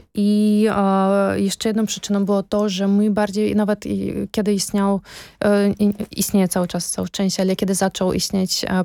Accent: Belarus; now in Poland; my nawet u siebie w Białorusi

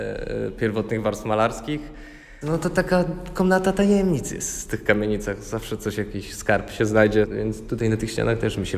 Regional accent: Wrocław, Lower Silesian Voivodeship, Poland; Jestem z Wrocławia, od urodzenia. Na początku mieszkaliśmy z rodzicami koło dworca, potem chyba na Powstańców, a później bardzo długi okres w Leśnicy, w kamienicy. Taka biedniejsza czynszówka, ale też fajna, też ładna i też z klimatem.

